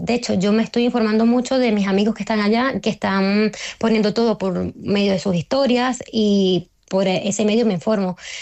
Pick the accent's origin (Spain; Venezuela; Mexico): Venezuela; La Guaira; De la parte de mi zona, de donde yo soy, no llego a mayores, pero sí un poco más a la zona de Playa Grande